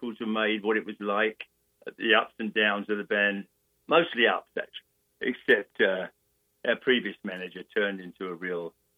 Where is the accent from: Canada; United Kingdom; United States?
United Kingdom; London; me growing up in London